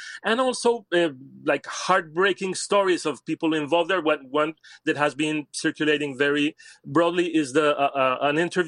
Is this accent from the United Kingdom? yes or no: no; Cali, Valle del Cauca, Colombia; Well, that's right. I am from Cali. Cali is a very large city, around 3 million people in its metropolitan area.